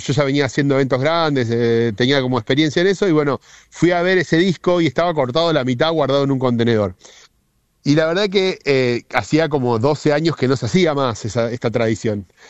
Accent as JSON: {"language": "Spanish", "town": "Azul", "region": "Buenos Aires Province", "country": "Argentina", "tie": "born or raised there", "also_born_or_lived": "Rosario, Argentina", "moved": "as an adult", "lives_now": "Ushuaia, Argentina", "said": "yo soy de Azul, provincia de Buenos Aires, y nada, vengo, me crié en el campo, y bueno, a los 18 me fui a Buenos Aires a formar en gastronomía"}